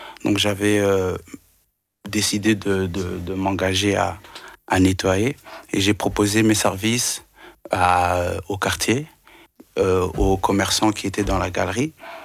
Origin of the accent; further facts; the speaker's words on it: Belgium; vu que je suis belge.